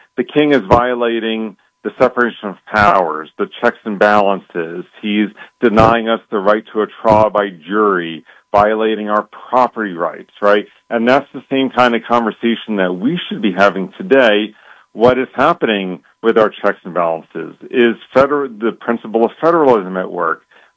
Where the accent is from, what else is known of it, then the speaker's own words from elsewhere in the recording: United States; You know, I'm an American. I'm by nature optimistic.